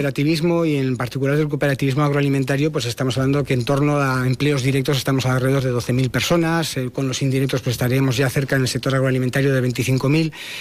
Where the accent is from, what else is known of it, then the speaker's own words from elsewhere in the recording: Navarre, Spain; Y eso es de reconocer en una tierra como Navarra, que es, todos somos de pueblo, todos venimos de las robadas